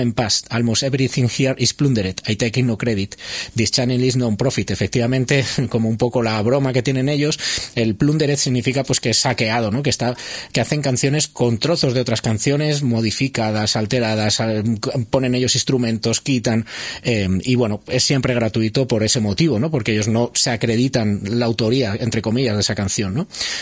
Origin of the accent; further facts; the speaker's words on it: Guadalajara, Castilla-La Mancha, Spain; que yo vengo de Guadalajara